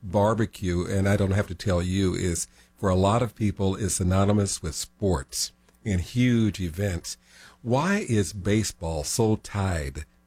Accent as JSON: {"language": "English", "town": "Kansas City", "region": "Missouri", "country": "United States", "tie": "born or raised there", "said": "I grew up in Kansas City."}